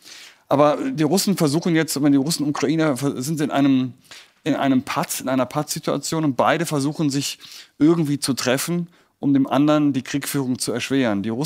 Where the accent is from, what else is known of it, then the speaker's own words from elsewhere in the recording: Germany; wir können nur als Deutsche unsere Hausaufgaben machen.